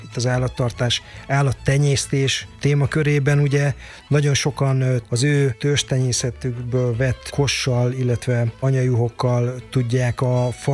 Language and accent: Hungarian; Szeged, Csongrád-Csanád, Hungary; Én ugye szegedi vagyok